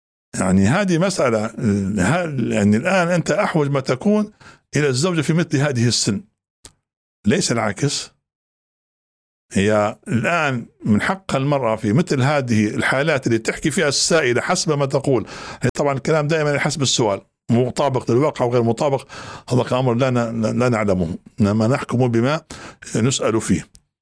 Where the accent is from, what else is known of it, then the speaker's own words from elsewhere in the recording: Libya; في مجتمع احنا عايشين في ليبيا